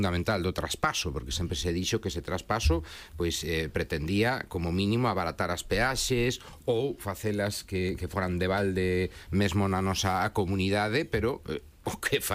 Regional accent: Galicia, Spain; agardemos como galegos que sí, con que cargas financeiras se fai ese traspaso e con que gastos para a nosa comunidade autónoma

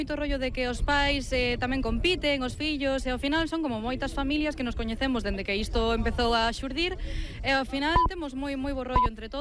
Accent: Redondela, Galicia, Spain; Sí, a verdade é que é unha pena que eu, que son de Redondela, teña que desplazarme ata Mondariz.

